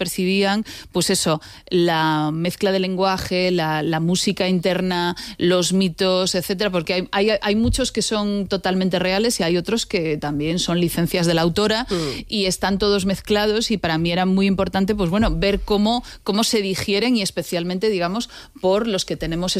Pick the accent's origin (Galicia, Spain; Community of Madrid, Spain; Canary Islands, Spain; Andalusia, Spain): Galicia, Spain; A Coruña; Soy gallega de Coruña. Digámoslo, soy gallega. Gallega de A Coruña.